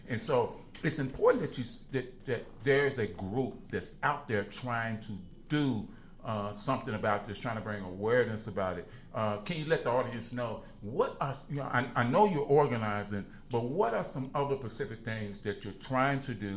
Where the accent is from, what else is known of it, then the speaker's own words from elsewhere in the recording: Chicago, Illinois, United States; I grew up in the Project Chicago